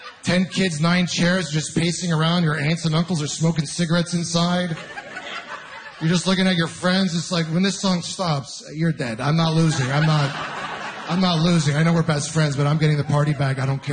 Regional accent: Ontario, Canada; I'm originally from Ontario, and I've got a lot of friends that have been popping out kids in the last few years.

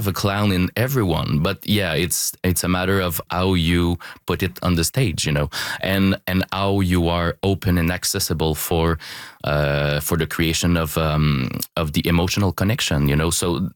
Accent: Quebec City, Quebec, Canada; English is a second language; also born or lived in Montreal; So I'm from Quebec, Limoilou

